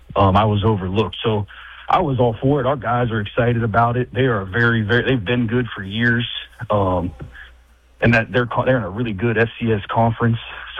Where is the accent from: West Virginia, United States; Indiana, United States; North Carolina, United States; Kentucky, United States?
West Virginia, United States; Morgantown; there's a bunch of guys from that I grew up with in Morgantown